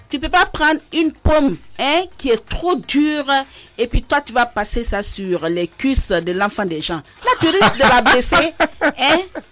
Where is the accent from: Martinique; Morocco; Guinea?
Guinea; chez nous, à Cancan surtout.